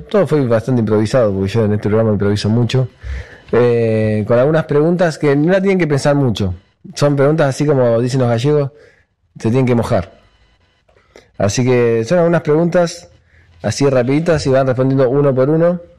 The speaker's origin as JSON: {"language": "Spanish", "town": "La Plata", "region": "Buenos Aires Province", "country": "Argentina", "said": "Yo soy de La Plata"}